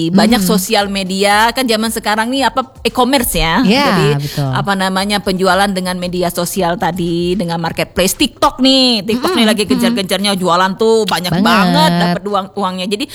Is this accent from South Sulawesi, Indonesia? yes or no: no; Palembang, South Sumatra, Indonesia; kita orang Palembang.